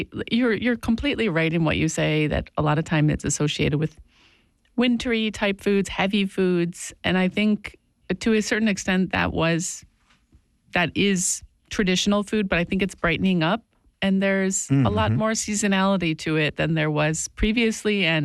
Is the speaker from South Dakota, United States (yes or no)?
no; Ohio, United States; I grew up in Ohio, yes.